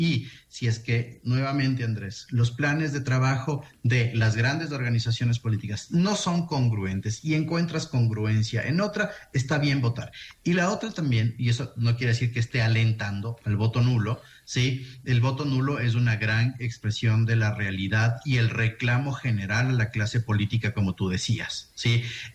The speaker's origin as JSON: {"language": "Spanish", "country": "Ecuador", "said": "como ecuatorianos creo que estamos en un momento en el cual tenemos una polarización inducida"}